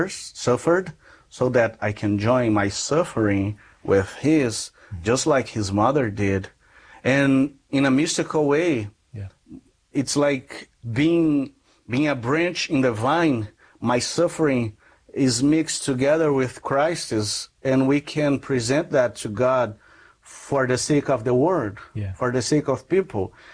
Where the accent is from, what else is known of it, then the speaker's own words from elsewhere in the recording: Brazil; English is a second language; But during my profession of faith, at the Catholic Cathedral in my hometown, the bishop of my hometown asked me to share my testimony someone, without me knowing, someone taped it and put it on the internet, and it went viral in Brazil.